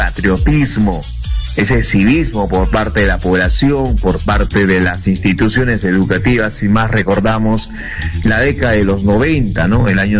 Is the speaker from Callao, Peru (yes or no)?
no; San Isidro, La Joya district, Arequipa, Peru; porque somos de San Isidro, hemos estudiado allá en la irrigación de San Isidro, somos del colegio Héroes del Cenepa.